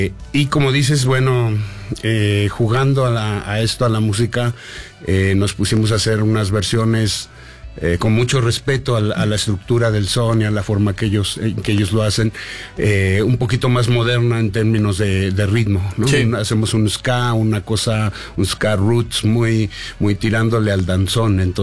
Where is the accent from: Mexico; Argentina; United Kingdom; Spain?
Argentina; born there; Yo nací en Argentina, en Sudamérica.